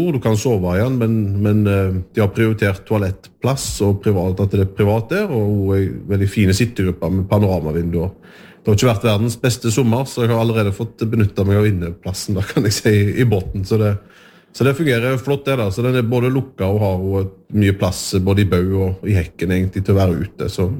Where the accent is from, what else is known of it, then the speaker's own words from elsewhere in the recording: Western Norway, Norway; som vestlending og ute på Haugalandet